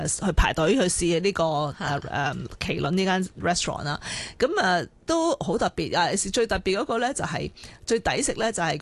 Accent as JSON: {"language": "Cantonese", "country": "China", "said": "咁好熱鬧嘅，即係全部一家大細啊，三代同堂咁去飲茶啊，好有我哋中國人嘅氣氛嘅"}